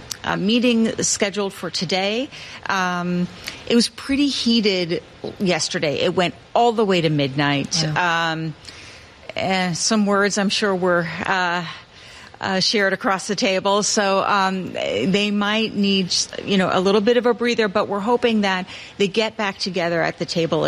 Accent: Midwest, United States; now in New York City, United States; We are very much a car culture, and I grew up in the Midwest, and for most Americans, it just isn't common to get on a train, a commuter train or subway, to go to work.

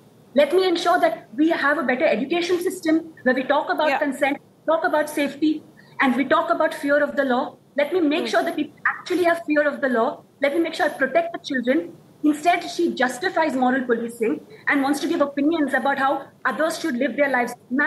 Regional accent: India

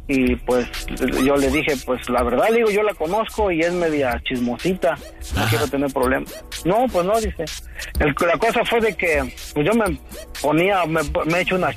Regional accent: Toluca, State of Mexico, Mexico; Él trabajaba en la Ciudad de México, nosotros somos de Toluca.

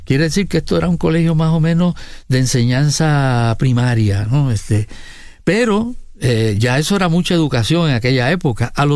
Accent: Corozal, Puerto Rico; ella me decía que no había escuela superior en Corozal, en mi pueblo.

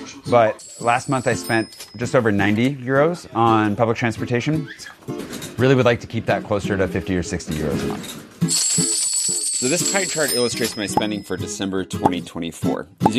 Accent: Pullman, Washington, United States; now in Paris, France; I grew up in Pullman, Washington, a university town in eastern Washington, so close to Idaho that you could hit it with a potato.

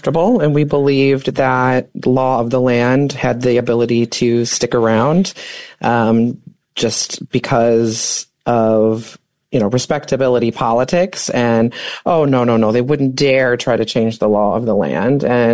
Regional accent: Illinois, United States; Southside, born and bred. Mm-hmm. Proud Southsider, White Sox fan, all the good things.

